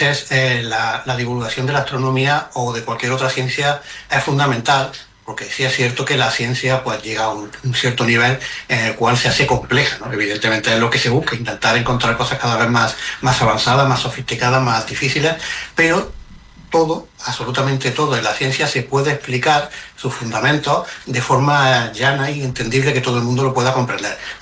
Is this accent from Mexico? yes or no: no; Andalusia, Spain; accent: Andalusian; con nuestro acento andaluz además queda mucho más divertido.